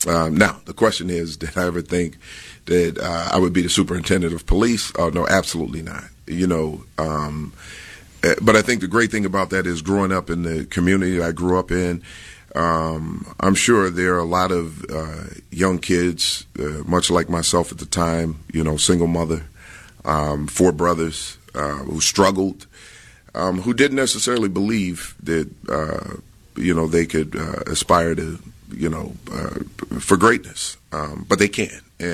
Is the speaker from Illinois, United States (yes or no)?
yes; Chicago, Illinois, United States; I grew up in Chicago. As everybody knows, I mean, it's well publicized. I grew up in the Englewood community, Hinton Elementary School, Englewood High School, and DePaul University.